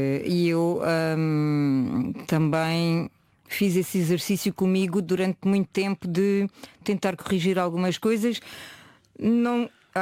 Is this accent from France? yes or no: yes; France; now in Portugal; porque eu vinha de França e não tinha ideia nenhuma do que era a música portuguesa. Para dizer a verdade, quando vinha de férias, se calhar ouvia … pouco mais.